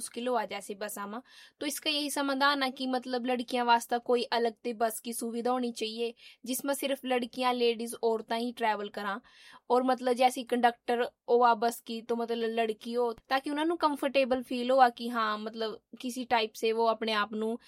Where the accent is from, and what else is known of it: Fatehpur, Haryana, India; born or raised there